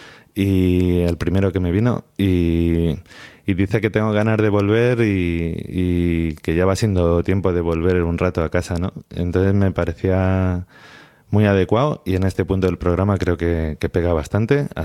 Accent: Tomelloso, Castilla-La Mancha, Spain; also born or lived in Granada / Madrid; now in Bilbao, Spain; Mi pueblo, el que considero mi pueblo, que también está en varios, pero en donde me crié, se llama Tomelloso, en Ciudad Real.

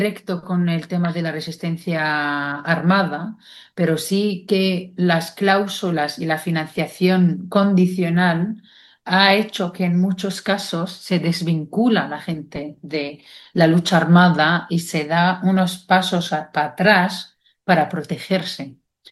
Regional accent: West Bank, Palestine

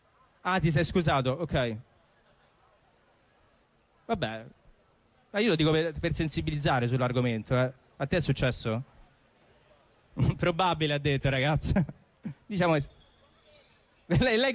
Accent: Rome, Lazio, Italy; born there; io sono di Prati. Vabbè, per chi non conosce Prati, Prati è quel quartiere di Roma talmente ricco

